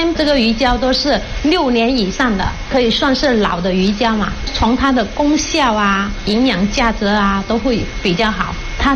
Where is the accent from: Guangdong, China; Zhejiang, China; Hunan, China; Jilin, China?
Guangdong, China; Raoping; 我们潮汕地区，特别是我们饶平，